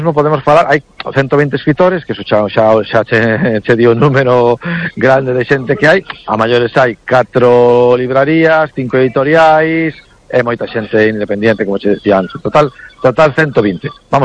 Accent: Bañobre, Galicia, Spain; se o digo polo meu pueblo, non, Bañobre, que decir, non somos nin concello, temos unha verbena, non?

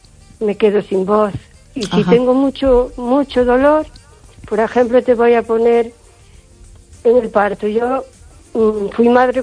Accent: Carballiño, Galicia, Spain

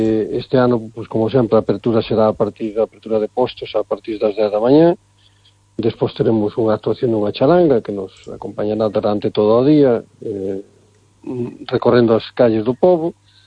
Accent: Galicia, Spain; é o típico de Galicia, e o que somos os galegos, non?

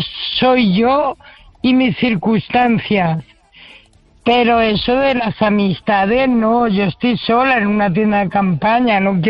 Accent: Community of Madrid, Spain

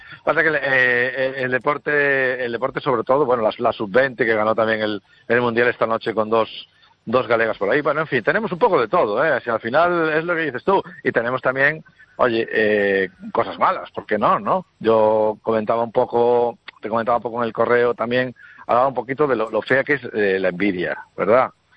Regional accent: Galicia, Spain; joder, qué bonita es mi tierra, cuántas cosas tenemos, qué bonita es la historia

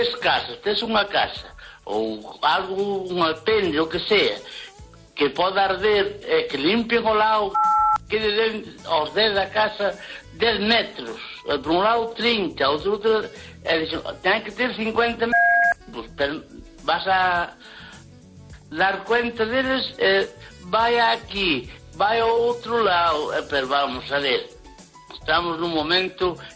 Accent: Lugo, Galicia, Spain

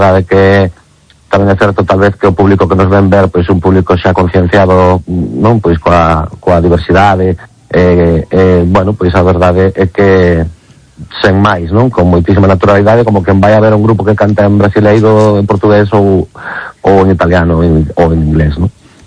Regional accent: Galicia, Spain; Entendía que seríamos vascos, pero nada máis, non. Somos galegos

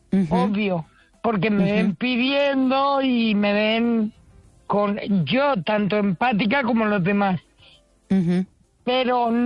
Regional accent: Madrid, Community of Madrid, Spain

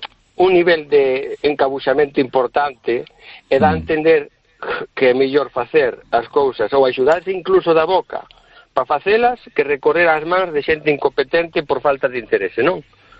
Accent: Quiroga, Galicia, Spain

